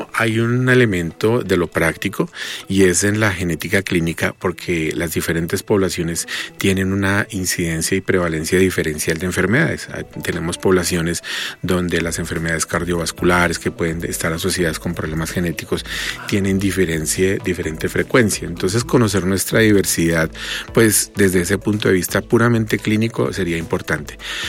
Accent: Colombia; todos somos colombianos y que muchos realmente, desde el punto de vista genético, tenemos las mismas ancestralidades

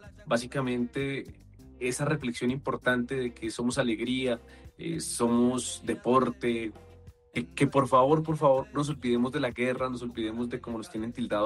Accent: Boyacá, Colombia; Yo, aparte de ser claramente un orgulloso colombiano, soy un orgulloso boyacense. Yo amo traer a la gente a grabar aquí a mi tierra

